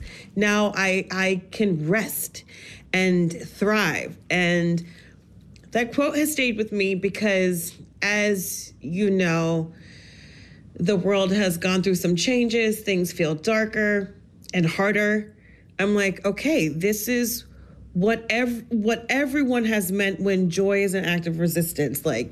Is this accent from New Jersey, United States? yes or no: yes; New Jersey, United States; I'm from Jersey